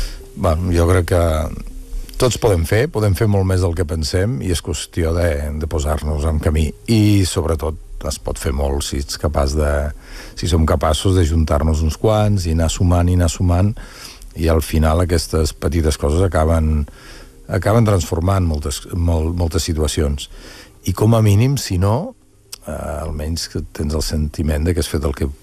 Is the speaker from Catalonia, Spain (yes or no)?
yes; Guissona, Catalonia, Spain; now in Barcelona, Spain; Jo sóc de Guissona, no ho puc deixar de dir, visc a Barcelona però sóc de Guissona